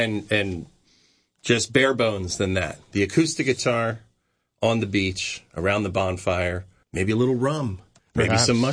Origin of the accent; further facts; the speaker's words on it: Kennett Square, Pennsylvania, United States; So I'm from Kennett Square, Pennsylvania, and, you know.